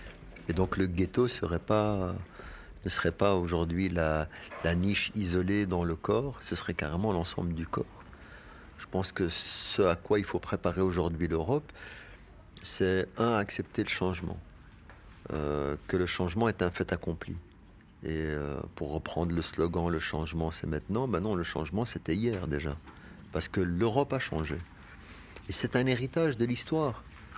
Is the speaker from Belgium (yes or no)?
yes; Belgium; parce que je suis belge aux yeux bleus